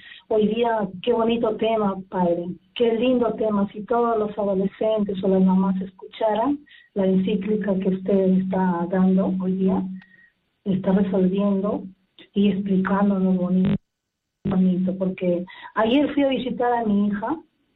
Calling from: Trujillo, La Libertad, Peru; de Trujillo, estoy llamando

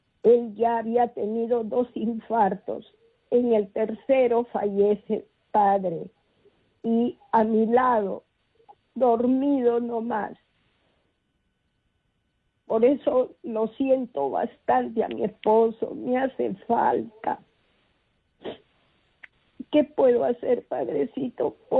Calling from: Lima, Peru; Lo llamo de acá, de San Martín de Porres.

